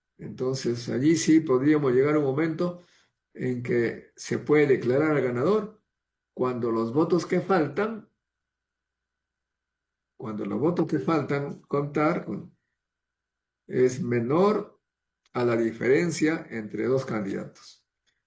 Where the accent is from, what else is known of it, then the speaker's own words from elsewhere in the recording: Peru; moved away; Yo, menos mal que soy serrano, me voy a mi tierra